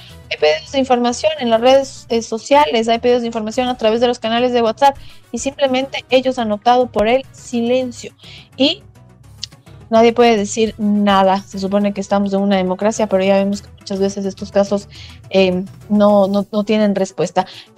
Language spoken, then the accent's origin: Spanish; Ecuador